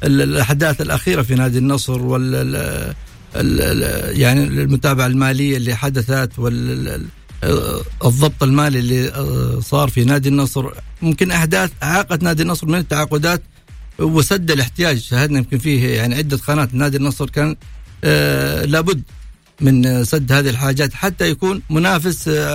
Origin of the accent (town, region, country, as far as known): Saudi Arabia